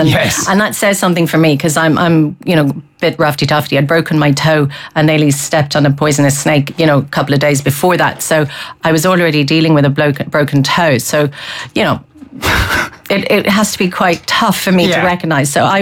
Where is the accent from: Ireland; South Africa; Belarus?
Ireland; Galway, Connacht; I come from Galway, you know how it rains in the West, right?